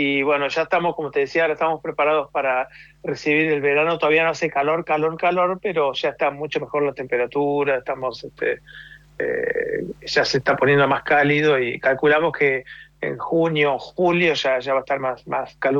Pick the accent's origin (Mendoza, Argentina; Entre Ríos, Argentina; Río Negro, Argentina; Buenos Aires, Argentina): Buenos Aires, Argentina; no nos quedamos siempre en Buenos Aires porque somos de Buenos Aires originalmente.